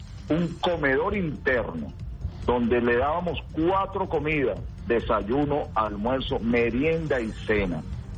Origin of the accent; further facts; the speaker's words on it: Venezuela; como venezolano que me considero y soy entregado al servicio de mi patria